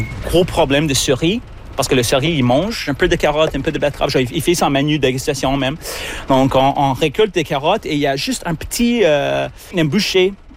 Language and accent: French; Toronto, Ontario, Canada; now in France; comme je viens de Toronto, j'ai commencé à travailler avec le vignoble Promoisette.